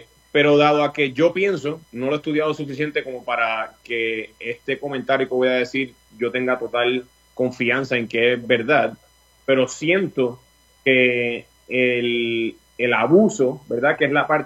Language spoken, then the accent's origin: Spanish; Puerto Rico; now in United States; legalmente sí soy estadounidense, pero ya saben todos que culturalmente soy puertorriqueño.